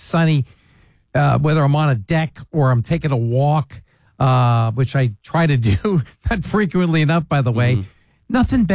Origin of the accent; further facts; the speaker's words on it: Allentown, Pennsylvania, United States; I grew up in East Allentown